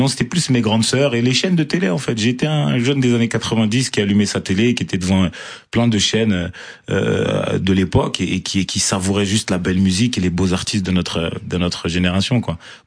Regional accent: Marseille, Provence-Alpes-Côte d'Azur, France; born there

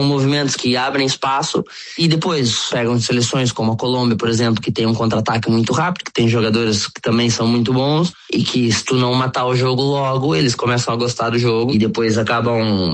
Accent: Brazil; now in United Arab Emirates; mesmo sendo brasileiro

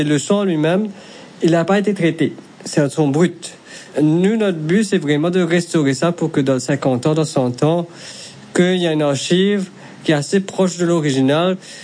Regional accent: Mauritius; Dans chaque pays, quand quelqu'un te demande d'où tu viens, Maurice, Maurice, c'est où?

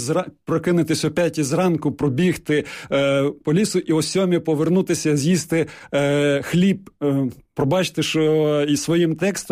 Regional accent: Kyiv, Ukraine; born there; Що я, наприклад, народився в Києві, але чомусь люди шаблонно думають, ну, якщо я тут живу там чи народився, то я все знаю.

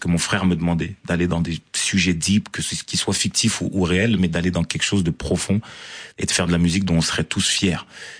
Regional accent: Marseille, Provence-Alpes-Côte d'Azur, France; quand je dis des fois aux gens que je viens de Marseille, ils disent mais tu dégages pas du tout la vibe de Marseille.

